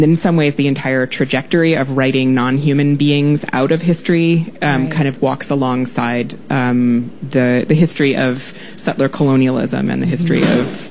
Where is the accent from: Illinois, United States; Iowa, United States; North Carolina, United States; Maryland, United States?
Iowa, United States; try to give people from where I grew up in Iowa and elsewhere in the lower 48